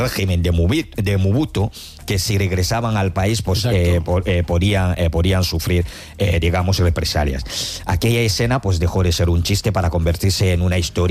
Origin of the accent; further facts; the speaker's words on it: Cameroon; Sí, hombre. Soy de Camerún.